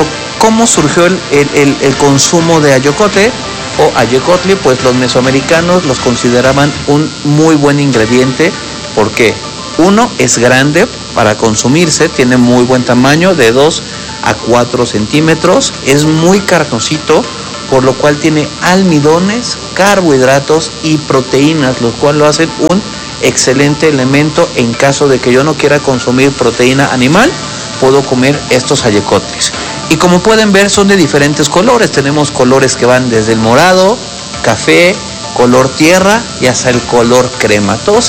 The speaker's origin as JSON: {"language": "Spanish", "region": "Mexico City", "country": "Mexico", "tie": "born there", "moved": "as an adult", "lives_now": "Puebla, Mexico", "said": "Acuérdense, amigos, que yo nací en la Ciudad de México, pues en la capital, y es muy difícil que pudiéramos ir luego a los mercados por el ritmo de vida. Ya estamos apurados todo el día, pero cuando yo llegué a Puebla hace ya 18 años"}